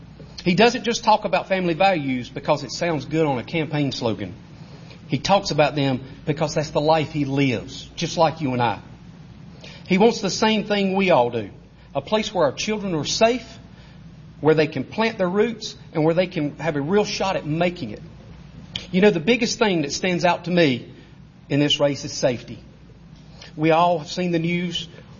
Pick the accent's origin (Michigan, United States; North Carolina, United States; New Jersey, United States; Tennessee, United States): North Carolina, United States; I grew up in Western North Carolina.